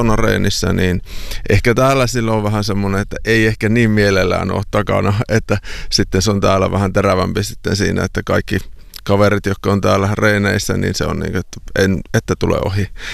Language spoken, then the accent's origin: Finnish; Kaukonen, Lapland, Finland; pitäisi kotikylällä lopettaa, mistä minä alun viimein kotoisin, niin kaukosesta syntyjään